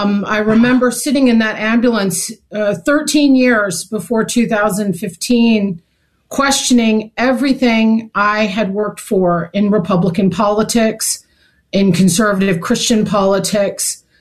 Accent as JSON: {"language": "English", "town": "Chicago", "region": "Illinois", "country": "United States", "also_born_or_lived": "Hinsdale", "said": "I'm from Chicago. Parents and grandparents and aunts all lived in Southside. I was born in Hinsdale."}